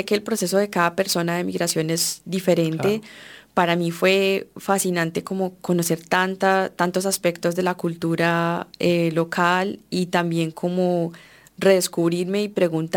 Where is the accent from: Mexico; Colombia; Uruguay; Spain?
Colombia; como lo es el paisaje colombiano y como lo somos los colombianos mismos, que somos de todos los colores.